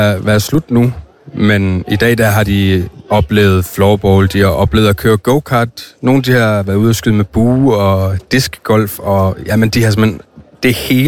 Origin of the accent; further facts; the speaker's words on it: Central Denmark Region, Denmark; alle sammen i lokalforeninger i Bording Ikast, hvor jeg kommer fra.